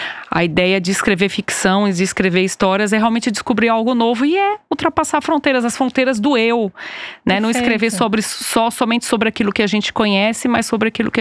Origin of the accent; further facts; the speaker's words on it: São Paulo, Brazil; moved away as an adult; now in Switzerland; eu venho de São Paulo, como já foi dito, talvez dê para perceber pelo sotaque.